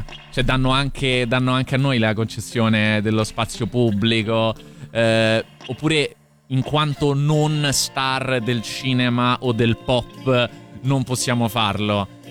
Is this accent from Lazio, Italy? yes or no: yes; Rome, Lazio, Italy; siamo particolarmente sensibili al traffico in quanto romani